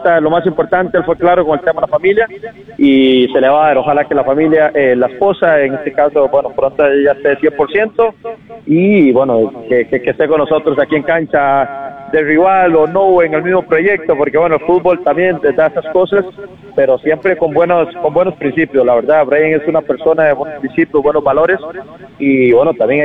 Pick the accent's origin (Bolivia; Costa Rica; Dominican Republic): Costa Rica; obviamente somos ticos